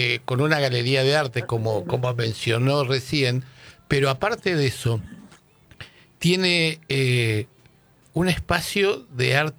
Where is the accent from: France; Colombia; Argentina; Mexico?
Argentina; mirá de lo que somos capaces los argentinos